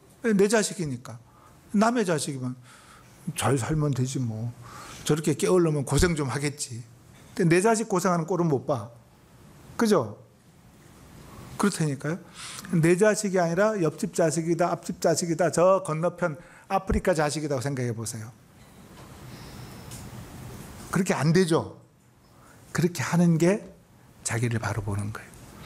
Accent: South Korea; 나는 한국 사람이라서

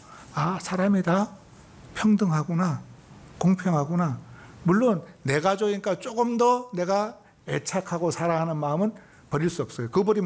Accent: South Korea; 나는 한국 사람이라서

